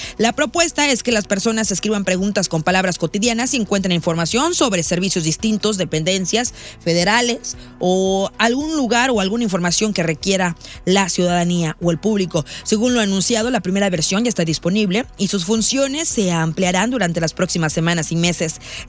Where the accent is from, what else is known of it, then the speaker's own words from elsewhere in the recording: Mexico; uno como mexicano hace caldo